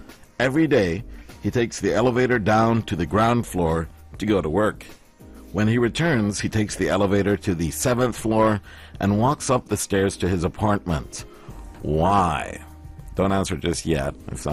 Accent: Salalah, Dhofar, Oman; my hometown, Salanda.

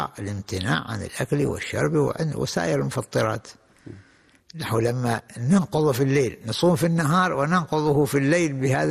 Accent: Oman; وكذلك وخاصة إحنا عندنا في عمان أو في دول منطقة الخليج

